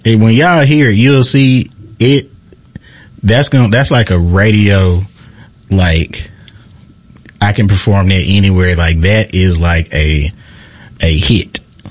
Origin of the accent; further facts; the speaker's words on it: Greenville, Mississippi, United States; Like, I'm from Greenville. I know that's country, but I know Thomastown got to be country.